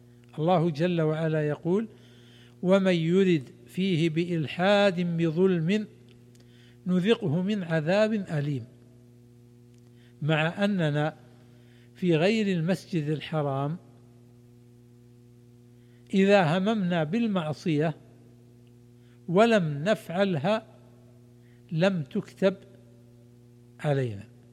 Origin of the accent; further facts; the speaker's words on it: Saudi Arabia; عندنا في المملكة العربية السعودية